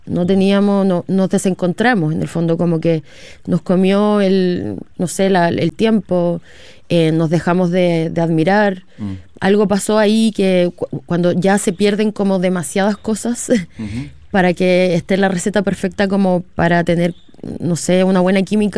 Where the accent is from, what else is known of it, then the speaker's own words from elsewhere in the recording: Calbuco, Los Lagos, Chile; vengo llegando de Calbuco, estamos preparando una película de la, del primer libro, y para eso hay que hacer, hay que volver atrás. y era necesario que en este caso la directora y el guionista conocieran a mi familia y mi contexto de chica.